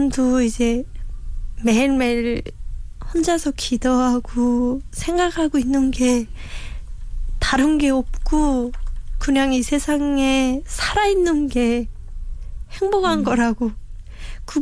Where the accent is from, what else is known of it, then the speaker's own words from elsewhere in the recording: North Korea; also born or lived in China; now in South Korea; 제가 북한에 있었으면 이제 해외로 나갈 기회가 없단 말이에요.